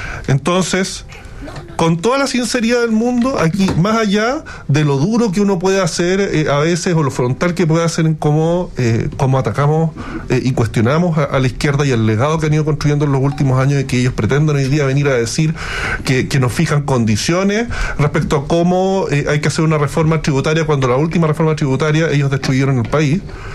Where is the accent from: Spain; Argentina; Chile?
Chile; Punta Arenas, Magallanes; born there; Yo también nací en Punta Arenas.